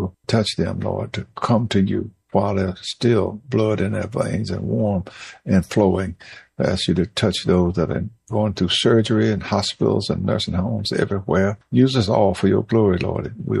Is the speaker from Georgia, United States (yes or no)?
no; Cascade, Virginia, United States; we will join our pastor at the Holy Tabernacle Church in Cascade, Virginia, my hometown.